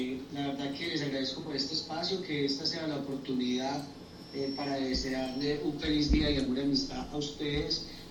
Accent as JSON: {"language": "Spanish", "town": "Samaná", "region": "Caldas", "country": "Colombia"}